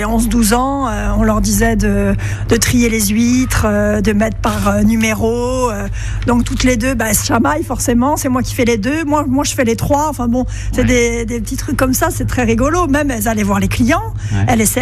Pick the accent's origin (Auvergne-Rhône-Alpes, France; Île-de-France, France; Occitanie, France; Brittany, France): Brittany, France; Je suis bretonne à la base